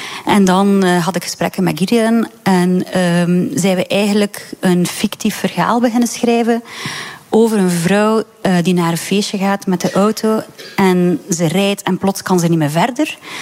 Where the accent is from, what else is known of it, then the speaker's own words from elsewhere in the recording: Ingooigem, Flanders, Belgium; En het Lijsternest staat in een Gooichem, het dorp waar ik ben opgegroeid.